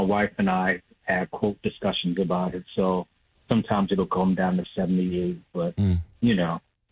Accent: Baltimore, Maryland, United States; now in Elkridge, United States; I was raised in Baltimore anyway.

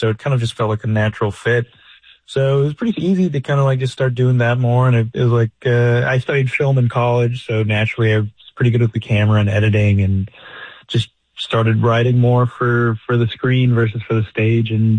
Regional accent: West Coast, United States; moved away as an adult; now in Austin, United States; I grew up on the West Coast, and I started comedy out there. And then 2017, I joined the military, and I moved around quite a bit. And then when I got out in 2023, I made the move out to Austin.

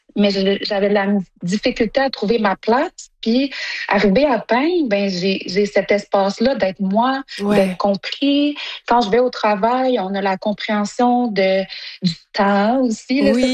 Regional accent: Sept-Îles, Quebec, Canada; moved away as an adult; Ben, moi j'ai grandi à Sept-Îles parce que j'étais avec mon père. Puis ma mère est la ville de Iqaluit. Puis j'ai déménagé là quand j'avais 19 ans.

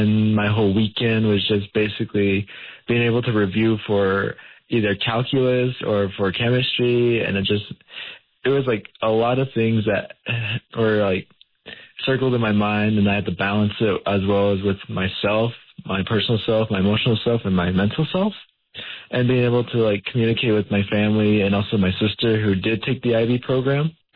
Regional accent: Miami Valley, Utah, United States; since I come from Miami Valley, Utah, which is a really rural community, and it's almost isolated in a way

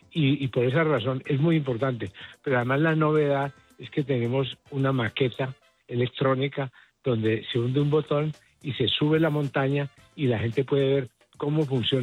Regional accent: Colombia; de Colombia, la gente me dice, ¿es Colombia? Porque la gente que sabe de biología y de ecología sabe que es este país. Los únicos que lo sabemos somos los colombianos.

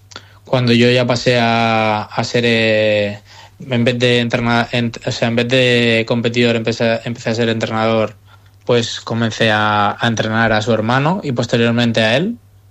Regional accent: Alicante, Valencian Community, Spain; ahora mismo tengo 33 años, soy nacido en Alicante ya te digo, esta tierra es mi casa

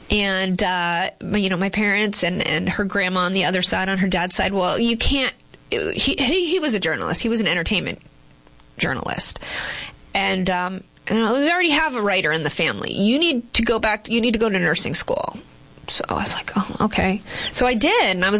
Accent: Boston, Massachusetts, United States; born there; accent: Boston; I was born in Boston, Massachusetts.

